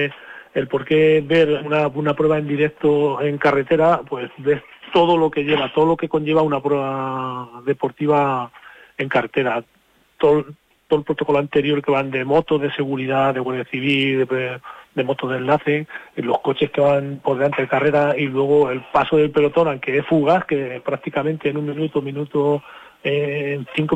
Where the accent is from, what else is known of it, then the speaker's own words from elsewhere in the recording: Tomelloso, Castilla-La Mancha, Spain; hablar de mi pueblo, Tomelloso